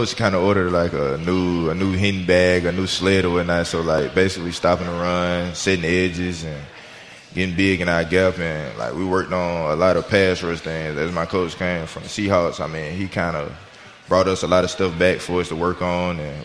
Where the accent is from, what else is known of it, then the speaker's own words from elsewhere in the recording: Eufaula, Alabama, United States; I'm from Eufaula, and not a little country town or whatnot.